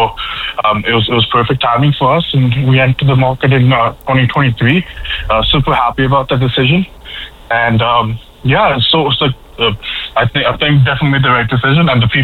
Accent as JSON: {"language": "English", "town": "Edmonton", "region": "Alberta", "country": "Canada", "tie": "born or raised there", "also_born_or_lived": "Moncton", "moved": "as an adult", "lives_now": "Newfoundland, Canada", "said": "So in Edmonton, Alberta, I was born and brought up there. I was there until the age of 25."}